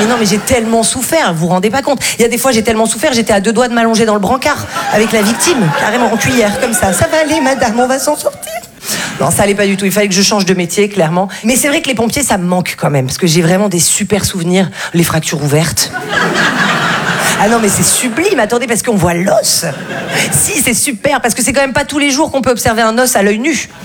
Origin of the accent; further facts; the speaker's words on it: Val-de-Blore, Provence-Alpes-Côte d'Azur, France; parce que moi, je viens d'un tout petit village qui s'appelle Val-de-Blore.